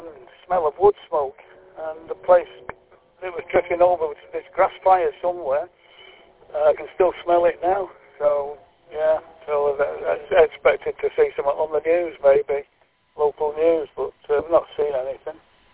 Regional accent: Manchester, North West England, United Kingdom; moved away as an adult; now in Wrexham, United Kingdom; We live over near Wrexham, but we're from Manchester originally. And moved out into Wrexham about 2011.

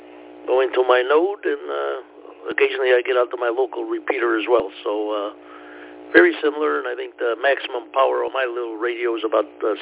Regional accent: Portugal; now in Leesburg, United States; I'm originally from across the Atlantic, a little country called Portugal.

